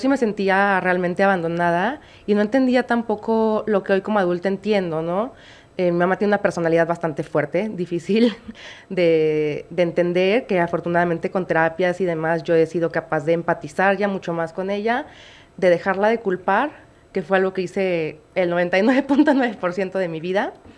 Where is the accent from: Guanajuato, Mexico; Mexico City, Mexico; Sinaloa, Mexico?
Mexico City, Mexico; born there; Nací aquí en Ciudad de México. Mi familia siempre ha sido, pues en realidad, muy unida. Mi papá es abogado, mi mamá es ingeniera, una familia tradicional mexicana, ¿no?